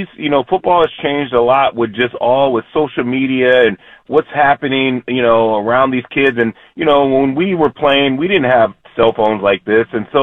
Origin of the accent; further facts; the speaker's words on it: Texas, United States; Trust me, I understand. I grew up in Texas, man. High school football is pretty intense.